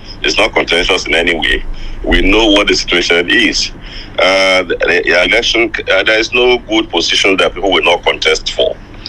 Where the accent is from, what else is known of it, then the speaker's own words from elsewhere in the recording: Ikoro Ekiti, Ekiti, Nigeria; starting from my own place, which is Ekiti Central, I'm from Ikoro Ekiti in the Ejiro local government.